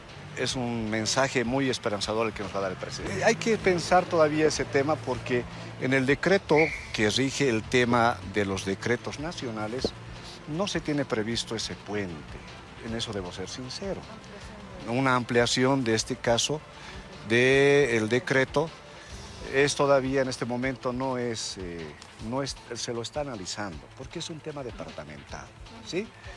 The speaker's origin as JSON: {"language": "Spanish", "region": "La Paz", "country": "Bolivia", "said": "Yo como paseño y obviamente como boliviano"}